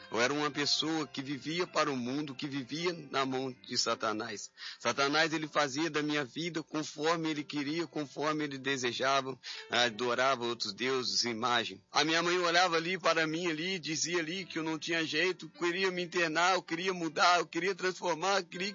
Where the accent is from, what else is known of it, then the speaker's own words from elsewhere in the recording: Juiz de Fora, Minas Gerais, Brazil; tenho 25 anos de idade. Sou um menino que nasci em Juiz de Fora, cresci.